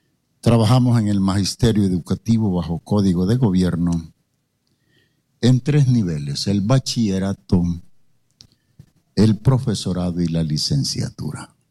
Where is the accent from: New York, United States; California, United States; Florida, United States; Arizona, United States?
Arizona, United States; Tucson; Vengo de la ciudad de Tucson, en Arizona.